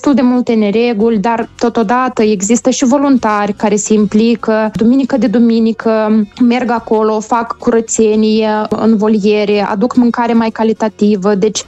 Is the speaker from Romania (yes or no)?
no; Moldova; Și cred că la capitolul acesta noi, ca moldoveni, avem încă multe de învățat, să fim mai empatici.